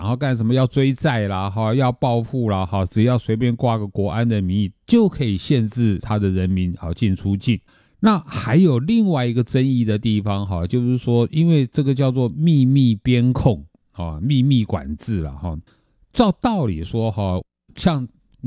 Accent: Taiwan; 我们台湾人知道

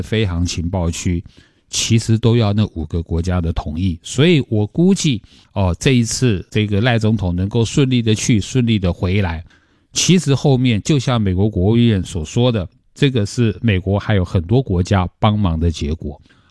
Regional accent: Taiwan; 我们台湾

